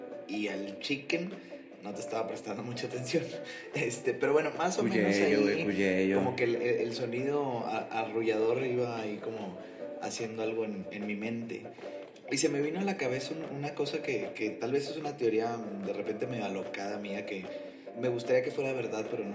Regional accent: Monterrey, Nuevo León, Mexico; Tú sabes cómo somos los regios.

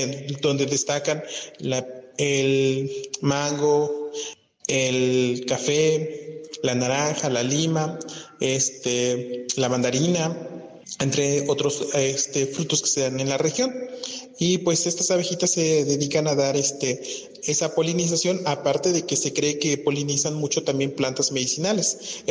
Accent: Cuetzalan del Progreso, Puebla, Mexico; Yo soy originario de Cuetzalan del Progreso, Puebla.

